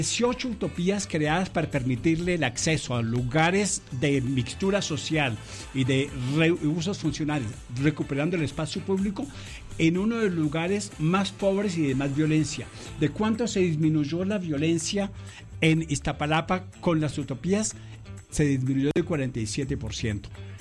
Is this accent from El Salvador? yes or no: no; Cali, Valle del Cauca, Colombia; moved away; Cuando yo estaba pequeño en Cali